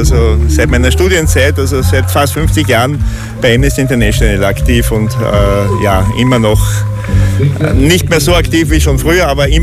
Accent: Austria; ich als Österreicher in einem der reichsten Länder der Welt

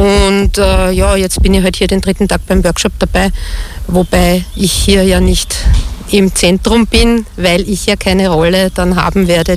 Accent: Oberhorbach, Lower Austria, Austria; born there; Ich bin geboren in Oberhorbach. Ich habe meine Vorfahren unspektakulärerweise alle in der Umgebung.

